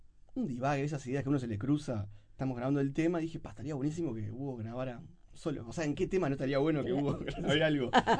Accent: Uruguay; born there

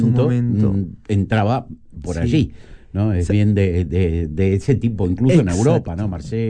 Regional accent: Montevideo, Uruguay; Los montevideanos somos porteños.

